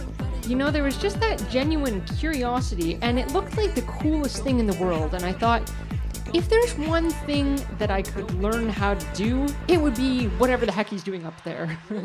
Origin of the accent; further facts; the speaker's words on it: Canada; And like, me being Canadian, we can't club at that young an age.